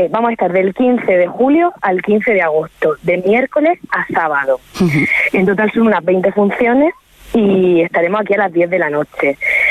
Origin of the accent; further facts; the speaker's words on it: Caravaca, Region of Murcia, Spain; y yo que soy aquí de Caravaca, que voy a hacer la Cenicienta.